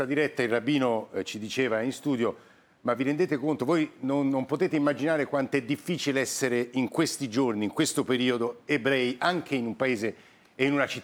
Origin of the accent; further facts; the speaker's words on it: Rome, Lazio, Italy; lo dico da romano